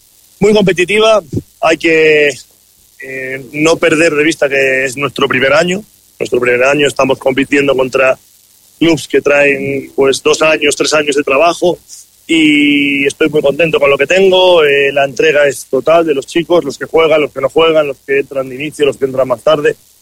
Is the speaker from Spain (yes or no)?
yes; Spain; moved away as an adult; also born or lived in India; now in Ecuador; Sí, yo vengo desde España.